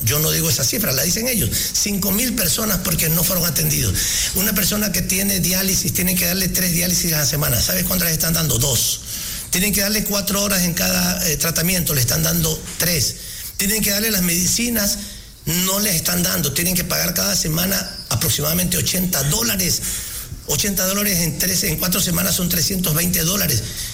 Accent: Ecuador

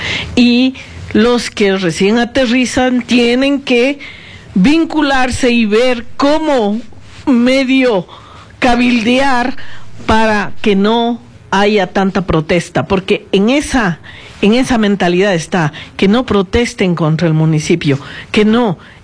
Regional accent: Quito, Pichincha, Ecuador; como quiteña que yo soy de 71 años, tengo dolor por mi ciudad

